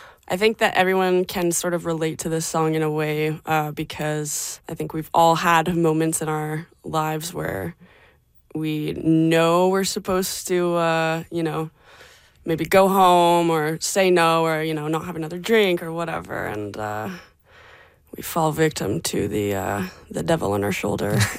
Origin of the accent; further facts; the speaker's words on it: Salt Spring Island, British Columbia, Canada; I am very, very lucky to have grown up there.